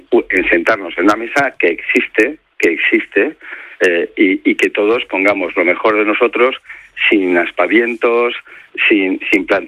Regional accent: Basque Country, Spain; Mira, donde más absentismo hay en España es en mi tierra, en el País Vasco, y es donde los salarios son más altos.

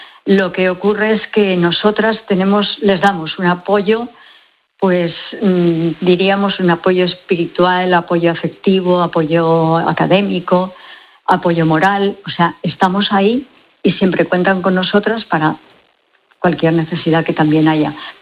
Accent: Bañares, La Rioja, Spain; now in El Salvador; Pues una de Logroño, como soy yo, soy de Bañares, ¿eh?

